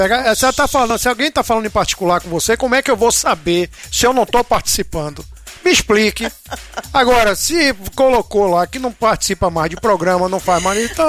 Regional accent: Bahia, Brazil; eu, como bom baiano que sou

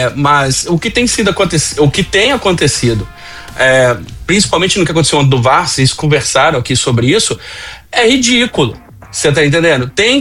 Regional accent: Brazil

